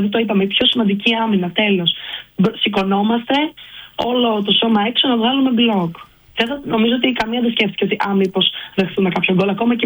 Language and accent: Greek; Australia; Λέμε, μου λέει στα αγγλικά επειδή είμαι Αυστραλέζα, today is the day.